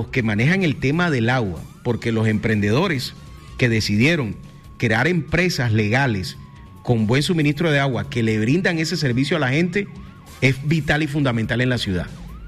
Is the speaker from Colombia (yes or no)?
yes; Santa Marta, Magdalena, Colombia; yo nací en Los Almendros, yo sé de qué estoy hablando. Yo me crié en un barrio en el que tocaba hacer huecos en la madrugada cerca al tubo madre para poder, cuando llegara el poquito de agua, tirar unos baldes para poder uno ir a bañarse para ir al colegio.